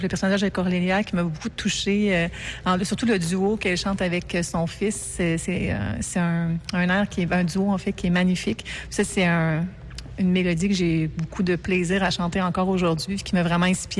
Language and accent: French; Chibougamau, Quebec, Canada; born there; now in Quebec City, Canada; Moi, je suis née à Chibougamau. Je me suis promenée un petit peu partout, là.